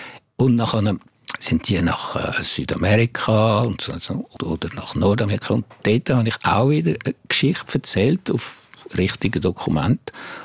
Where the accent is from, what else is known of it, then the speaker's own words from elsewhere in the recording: Switzerland; Aber ich habe geschrieben als ein Schweizer oder irgendwie, der das anschauen. Und nicht als ein Franzose, der jetzt da Ihnen etwas erzählen will.